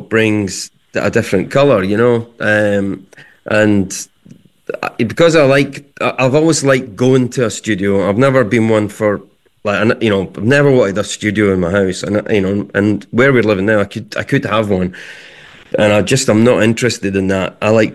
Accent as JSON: {"language": "English", "town": "Leith", "region": "Scotland", "country": "United Kingdom", "tie": "born or raised there", "said": "But, I grew up in Leith, and my older brother was one of the sort of first punks in Leith."}